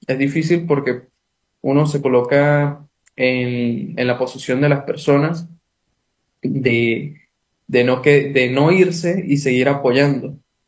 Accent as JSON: {"language": "Spanish", "country": "Venezuela", "said": "Eso fue muy llamativo para nosotros como venezolanos"}